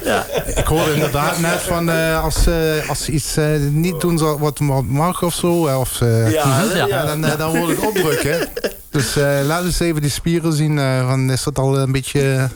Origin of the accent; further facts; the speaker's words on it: Brunssum, Limburg, Netherlands